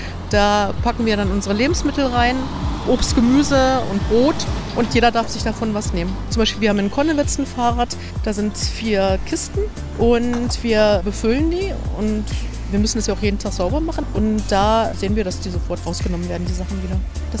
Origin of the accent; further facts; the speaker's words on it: Leipzig, Saxony, Germany; ich komme aus Leipzig